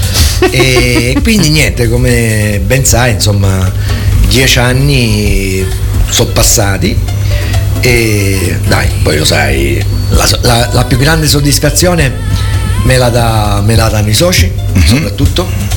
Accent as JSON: {"language": "Italian", "town": "Messina", "region": "Sicily", "country": "Italy", "moved": "yes", "lives_now": "Canary Islands, Spain", "said": "spesso mi confondono con leccese, perché io sono messinese, abbiamo lo stesso accento."}